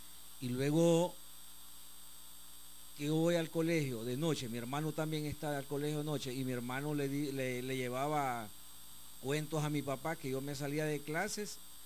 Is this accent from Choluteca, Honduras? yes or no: yes; Choluteca, Honduras; born there; nací en Choluteca bajo una tormenta.